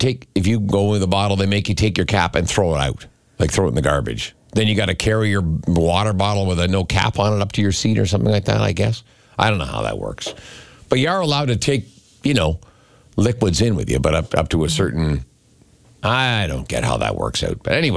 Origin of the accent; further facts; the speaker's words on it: Toronto, Ontario, Canada; moved away as an adult; now in Durham Region, Canada; I grew up in Scarborough